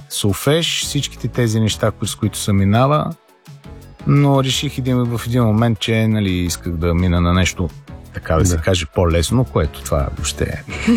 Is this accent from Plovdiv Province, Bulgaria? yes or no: yes; Plovdiv, Plovdiv Province, Bulgaria; born there; Аз съм роден в Пловдив